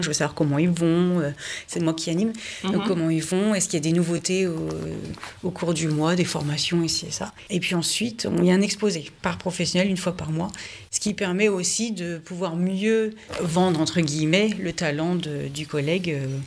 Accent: Hauts-de-France, France; On est assez chauvine, hein. Moi je suis native d'ici. On est parti de Largny-sur-Automne, on a suivi l'Automne en fait, jusqu'à Béthis-Saint-Pierre.

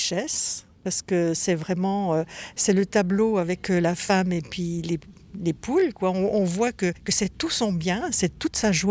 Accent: Compiègne, Hauts-de-France, France; Non, je suis de Compiègne.

